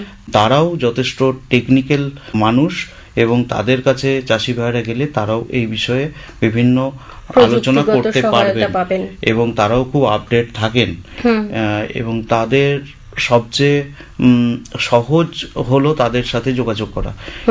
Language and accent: Bangla; West Bengal, India